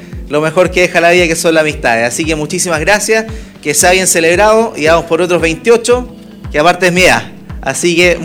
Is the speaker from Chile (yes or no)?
yes; Machalí, O'Higgins, Chile; yo soy de Machalí, del otro lado de la región